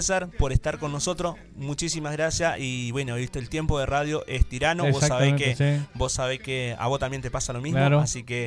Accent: Reconquista, Santa Fe, Argentina; mi pueblo, a mi querida gente de Reconquista

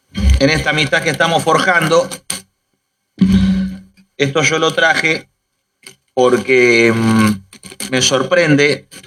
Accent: Argentina; nos une a los argentinos

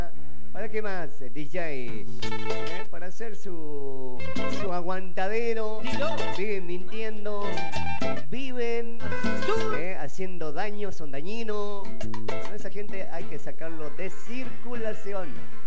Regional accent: Argentina; 4 de la tarde en mi país, en mi Argentina.

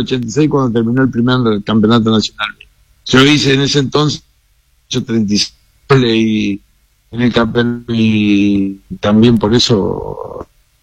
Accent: Entre Ríos, Argentina; Y yo me quedé acá en Entre Ríos, en mi pueblo, donde, bueno, me afinqué acá

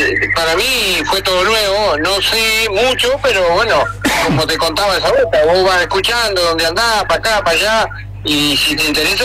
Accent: Santa Teresita, Buenos Aires Province, Argentina; Yo soy de Santa Teresita.

